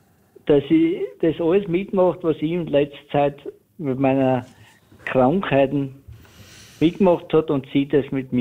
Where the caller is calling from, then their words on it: St. Marein-Feistritz, Styria, Austria; Von Kniedelfeld, St. Marien-Weißtritz.